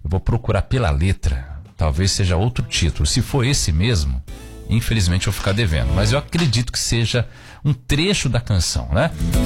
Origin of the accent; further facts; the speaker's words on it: São Bernardo do Campo, São Paulo, Brazil; Gerson Borges, que é aqui da minha terra, São Bernardo.